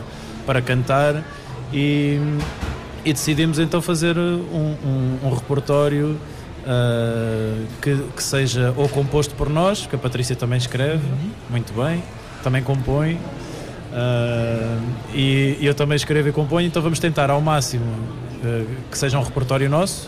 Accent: Figueira da Foz, Coimbra, Portugal; na Figueira da Foz também é feriado de São João, okay. Que é a minha terra, e eu sempre festejo São João desde criança

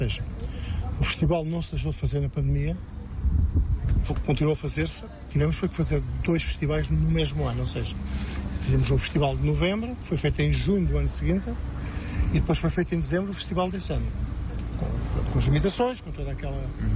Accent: Murtosa, Centro, Portugal; born there; A Junta de Freguesia do Monte, onde nasci

